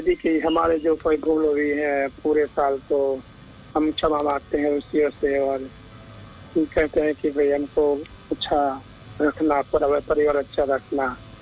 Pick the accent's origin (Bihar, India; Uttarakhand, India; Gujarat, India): Gujarat, India; हमारे गुजरात में